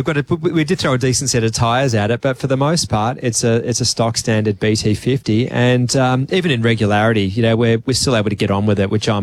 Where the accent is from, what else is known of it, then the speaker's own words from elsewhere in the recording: Perth, Western Australia, Australia; I grew up in Perth in WA.